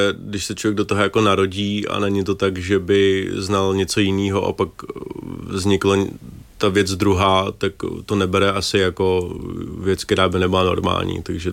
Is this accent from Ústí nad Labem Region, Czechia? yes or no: yes; Ústí nad Labem, Ústí nad Labem Region, Czechia; Já jsem vyrůstal a ještě jsem v Ústí nad Labem.